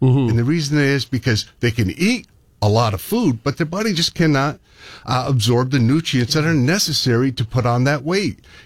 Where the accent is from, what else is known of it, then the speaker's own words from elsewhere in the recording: Leamington, Ontario, Canada; now in Windsor, Canada; And we're from the Windsor area. We actually grew up in Leamington, Ontario.